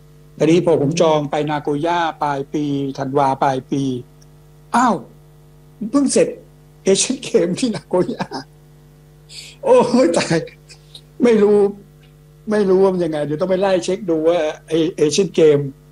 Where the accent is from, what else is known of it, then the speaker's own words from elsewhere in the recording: Damnoen Saduak, Ratchaburi, Thailand; born there; สมัยก่อนผมเป็นคนเกิดที่ดำเนินสะดวกเนี่ยเป็นสวนผักเยอะ